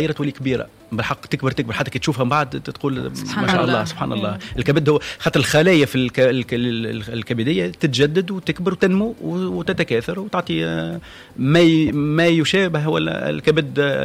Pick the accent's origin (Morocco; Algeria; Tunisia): Tunisia; also born or lived in France; اللي قريت في الفاكولتي نتاعنا لهنا المونستير ومن بعد عملت زاولت الاختصاص نتاعي في تونس أربع سنين